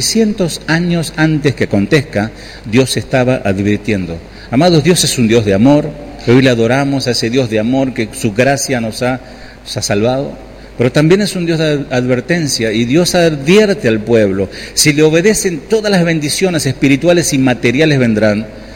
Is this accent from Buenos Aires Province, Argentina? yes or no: yes; Berazategui, Buenos Aires Province, Argentina; Yo me crié en Berazategui.